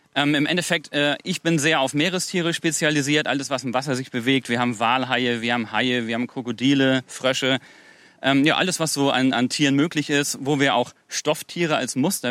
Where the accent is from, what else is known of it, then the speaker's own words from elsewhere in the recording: Baltic coast, Germany; Naja, wir sind alle hier an der Küste groß geworden.